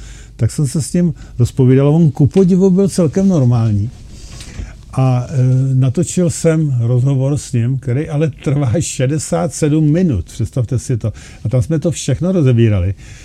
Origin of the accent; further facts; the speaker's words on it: Plzeň, Plzeň Region, Czechia; říká, že odkud jsem, já jsem říkal z Plzně, on je z Prahy